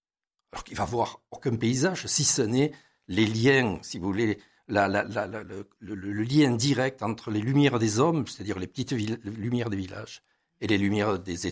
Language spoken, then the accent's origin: French; Carpentras, Provence-Alpes-Côte d'Azur, France; moi je suis né à Carpentras